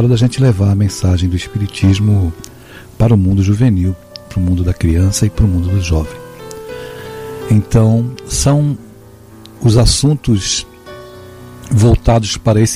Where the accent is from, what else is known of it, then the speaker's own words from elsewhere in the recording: São Vicente, São Paulo, Brazil; São Vicente foi a cidade onde eu passei a minha adolescência e a minha infância, onde eu fui criado praticamente.